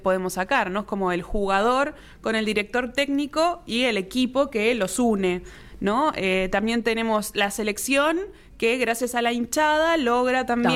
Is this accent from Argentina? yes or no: yes; Argentina